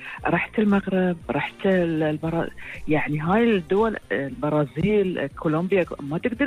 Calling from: Qatar

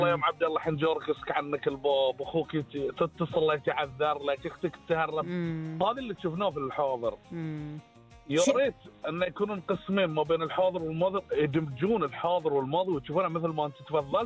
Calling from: Bahrain; انا بحريني

